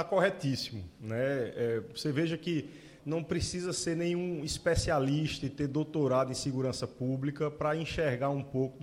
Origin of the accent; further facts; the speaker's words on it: Paraíba, Brazil; enquanto paraibano